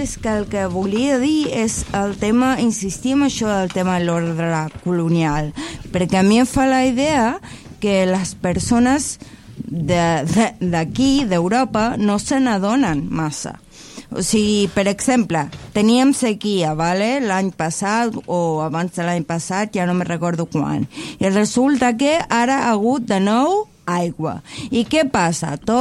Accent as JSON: {"language": "Catalan", "country": "Chile", "said": "Ojo, sóc americana, bueno, sóc de Xile."}